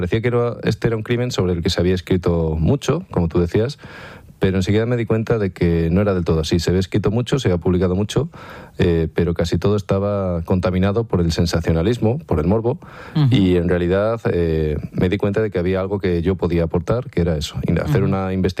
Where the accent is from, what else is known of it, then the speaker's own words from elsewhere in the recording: Moraleja, Extremadura, Spain; Era sobre un crimen ocurrido en Moraleja, en mi pueblo, en 1915.